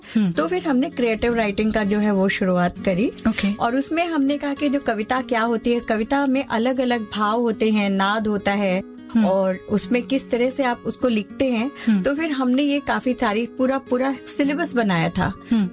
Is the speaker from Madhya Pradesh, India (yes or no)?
no; Mumbai, Maharashtra, India; क्योंकि जैसे मैं बॉम्बे से हूँ